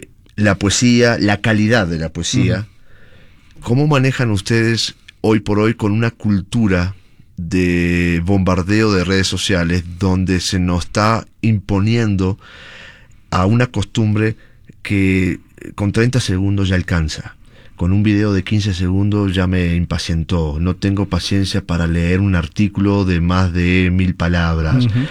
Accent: Uruguay; now in United States

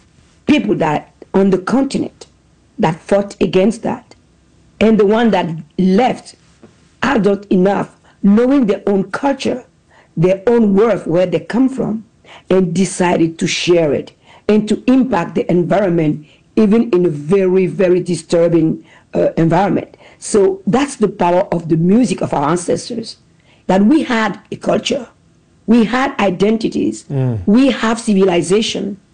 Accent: Benin; I'm still that curious little girl growing up in Benin

